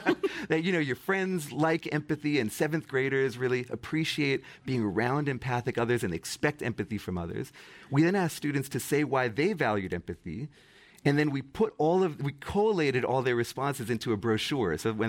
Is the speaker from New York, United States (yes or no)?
no; Massachusetts, United States; So Changing Lives Through Literature was a program started in my home state of Massachusetts.